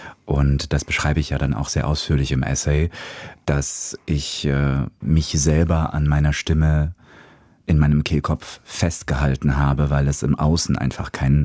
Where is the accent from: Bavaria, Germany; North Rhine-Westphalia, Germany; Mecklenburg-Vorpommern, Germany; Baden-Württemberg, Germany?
Bavaria, Germany; Augsburg; German is a second language; also born or lived in Georgia / Berlin / Nuremberg; Wir sind ja in Berlin erstmal angekommen, dann ging es nach Nürnberg, dann von Nürnberg nach Augsburg. Und dann bin ich in Augsburg aufgewachsen, im schönen Augsburg.